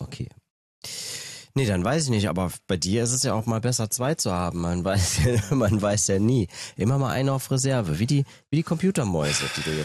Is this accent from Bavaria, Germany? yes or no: no; Trier, Rhineland-Palatinate, Germany; Ja, ich bin aus Trier.